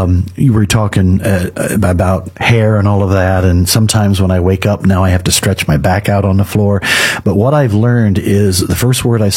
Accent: Springfield, Illinois, United States; I grew up in Springfield, Illinois.

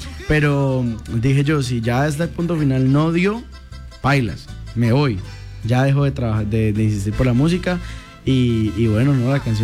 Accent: Caquetá, Colombia; venimos ya aquí del Caquetá

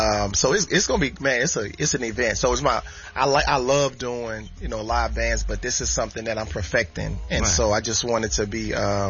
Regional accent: New Orleans, Louisiana, United States; I'm from Louisiana. You know, originally New Orleans.

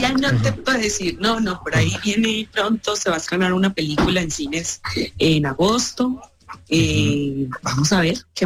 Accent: Caribbean Region, Colombia; accent: costeño; Si me puede venir sábado, soy costeña. Lunes, martes, o sea, el resto de los días hablo sí. Ya más neutro.

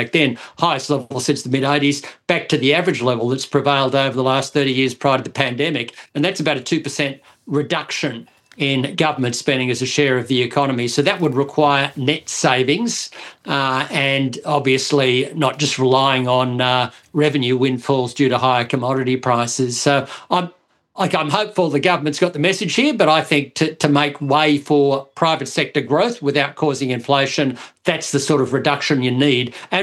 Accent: Australia; look, as an Australian, I don't mind getting $200 to $300 back

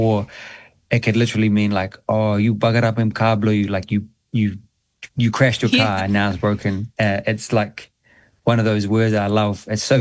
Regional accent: New Zealand; I always felt like a bit of an alien growing up in New Zealand, to be honest.

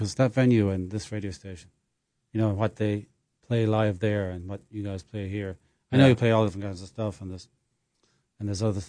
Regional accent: Ireland; moved away as an adult; now in United States; as an Irishman

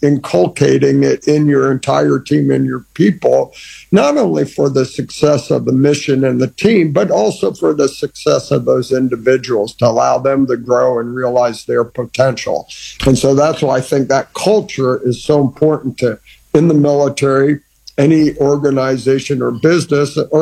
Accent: Iran; born or raised there

